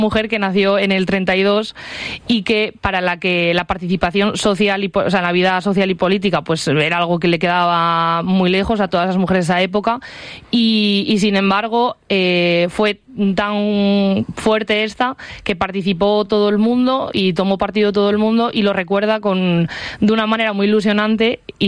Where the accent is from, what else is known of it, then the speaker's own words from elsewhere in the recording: Villafranca del Bierzo, Castile and León, Spain; como soy de Villafranca, pues obviamente siempre me han hablado de aquellas manifestaciones y protestas cuando se intentó hacer el trasvase del río Burbia